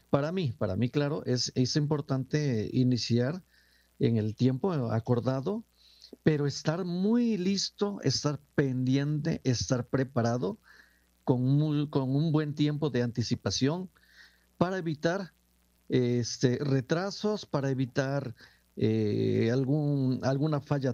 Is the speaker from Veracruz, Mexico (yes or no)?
yes; Huatusco, Veracruz, Mexico; now in Xalapa, Mexico; Pues bueno … yo nací en Huatusco, Veracruz. Saludo a todos mis paisanos de Huatusco, de toda la zona por allá